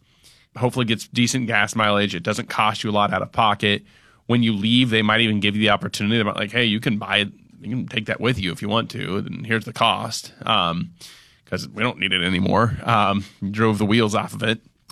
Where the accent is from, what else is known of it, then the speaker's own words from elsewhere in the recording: Kearney, Nebraska, United States; So I grew up in Kearney, and towards like the later part of July, they've got their cruise night.